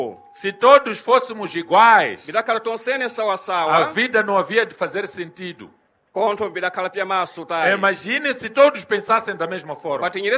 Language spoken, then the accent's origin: Portuguese; Mozambique; Porque todos nós, como moçambicanos, somos irmãos.